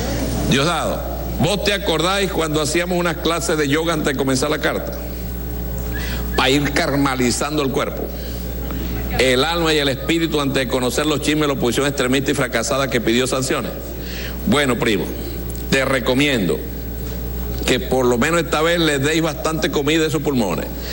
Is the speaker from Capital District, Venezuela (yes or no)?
no; Maracaibo, Zulia, Venezuela; moved away; Maracaibo. Voy a aprovechar que estuve allá en mi tierra